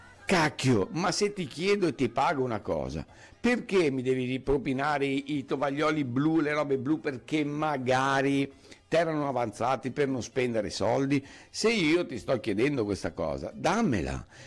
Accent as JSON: {"language": "Italian", "country": "Australia", "said": "non mi puoi prendere tutto quello solo perché sono australiano, perché questa è la mentalità che ho trovato in giro e c'è. Ma sì, sono straniero, ma che ce ne fu?"}